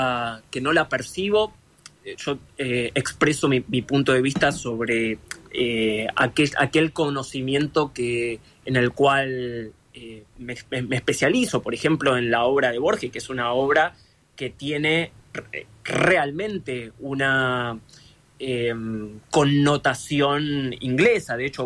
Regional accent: Argentina

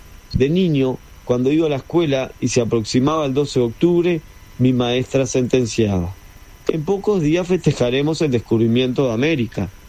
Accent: Uruguay; Como uruguayos, la conmemoración de la batalla de Sarandí de 1825 tiene más significancia

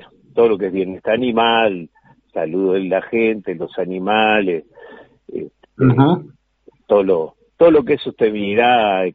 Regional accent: Uruguay

